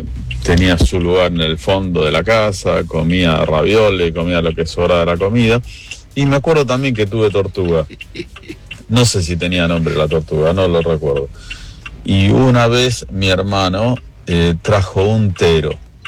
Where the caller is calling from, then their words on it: Buenos Aires, Argentina; soy de Parque Chacabuco.